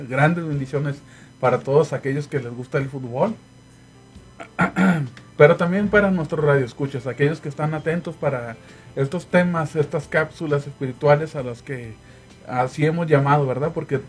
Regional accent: Mexico; moved away; me considero obviamente mexicano

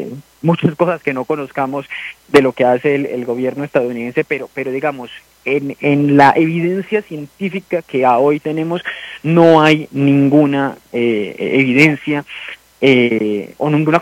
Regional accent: Armenia, Quindío, Colombia; yo soy del eje cafetero, soy de Armenia, donde fue el epicentro del terremoto de hace 27 años

